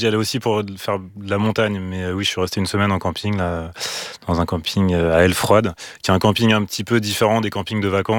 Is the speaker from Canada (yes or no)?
no; Lyon, Auvergne-Rhône-Alpes, France; Moi, je suis originaire de Lyon, donc on allait un peu autour, dans la Drôme, dans les Alpes.